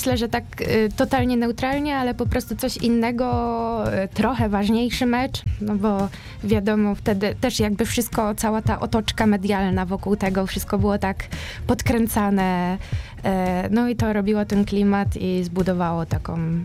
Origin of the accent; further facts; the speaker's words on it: Lubusz Voivodeship, Poland; Ogólnie pochodzę spod Zielonej Góry.